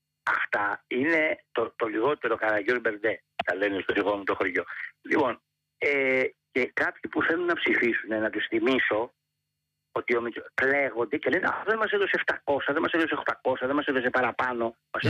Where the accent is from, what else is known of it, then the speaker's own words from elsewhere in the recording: Greece; Είμαστε Ελληναράδες. Ελληναράδες.